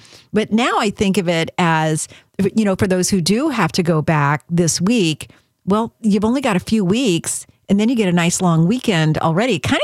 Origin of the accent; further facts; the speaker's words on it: California, United States; born there; also born or lived in Canada / Texas / New York; Growing up in a military family gave the five kids in our home a lot of different experiences. I was born here in California. We moved to places like Canada, Texas, New York.